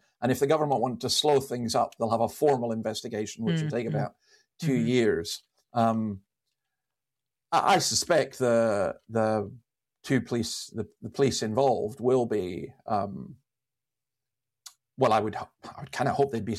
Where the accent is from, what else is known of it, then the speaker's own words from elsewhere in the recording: Scotland, United Kingdom; And as a Scotsman, that made me very interested.